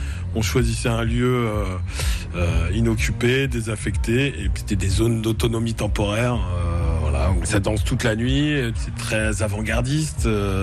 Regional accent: France; also born or lived in Burkina Faso; Je suis né en 1978. J'ai grandi dans le Perche. Et j'ai fait mes études entre le Perche et la Bretagne.

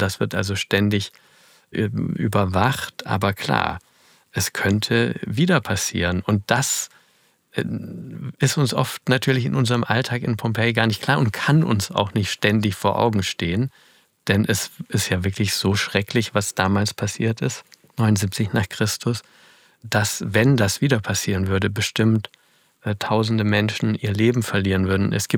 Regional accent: Baden-Württemberg, Germany; Die oberschwäbische, oh Gott, da weiß ich gar nicht mehr, ob ich da noch die Verbindung habe mit meiner alten Heimat, um das zu sagen.

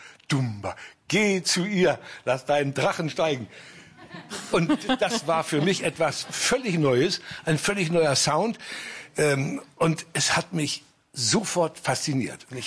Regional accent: Hamburg, Germany; Ich bin ja ein Hamburger und meine Plattenfirma hatte Hauptsitz in Hamburg

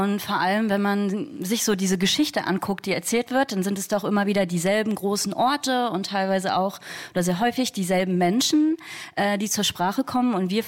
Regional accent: Saxony-Anhalt, Germany; kommen beide aus Ostdeutschland. Ich bin 2 Jahre vor der Wende geboren und in der Nachwendezeit so in der Rave-Kultur groß geworden in Sachsen-Anhalt.

